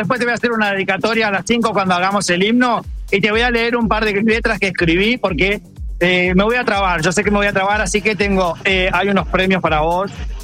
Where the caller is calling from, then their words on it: Don Torcuato, Buenos Aires Province, Argentina; Acuérdense que yo soy de Don Torcuato, no soy de Mar del Plata.